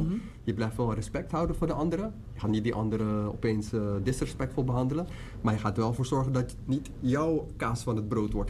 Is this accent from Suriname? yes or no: yes; Suriname; now in Netherlands; Ja, dus we zijn in Suriname geboren.